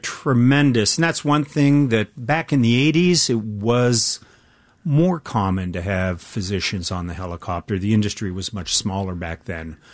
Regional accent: Steubenville, Ohio, United States; So one week covering the ER where I grew up in Steubenville, Ohio, it was that model in our hospital.

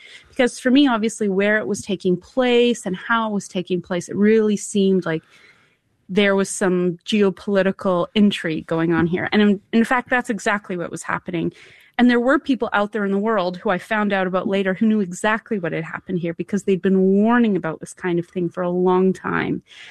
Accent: Calgary, Alberta, Canada; I'm from Calgary, Alberta, so I'm from a place not so different than your listeners.

